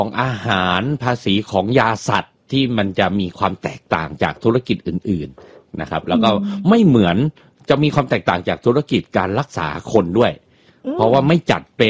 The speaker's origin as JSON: {"language": "Thai", "region": "Khon Kaen", "country": "Thailand", "tie": "born or raised there", "moved": "as an adult", "lives_now": "Nakhon Pathom, Thailand", "said": "จริงๆเป็นคนทุกที่นะครับอ่ะไม่ใช่แต่กำเนิดแล้วก็เป็นคนพื้นเพเป็นคนขอนแก่นครับแต่ตอนนี้ก็ย้ายมาเปิดบริษัทนะครับแล้วก็ตอนนี้ต้องบอกว่าเป็นคนนครปฐมเต็มตัวแล้วครับ"}